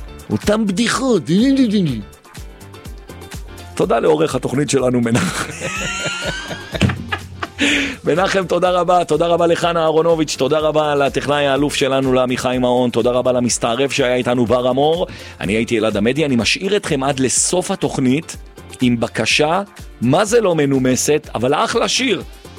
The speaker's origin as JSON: {"language": "Hebrew", "town": "Jerusalem", "region": "Jerusalem District", "country": "Israel", "said": "ירושלמי לירושלמי"}